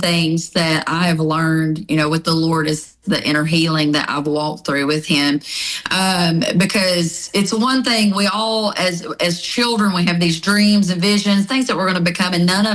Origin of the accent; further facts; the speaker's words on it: Tennessee, United States; now in Scottsville, United States; So I'm originally from Tennessee, but I have been in Kentucky the last 19 years. I came to Kentucky whenever I was actually arrested.